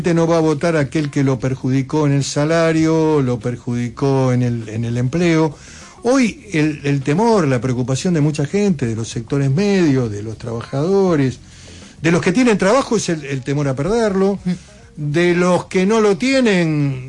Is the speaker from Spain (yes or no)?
no; Patagonia, Argentina; Yo conozco la región, soy un hombre de la Patagonia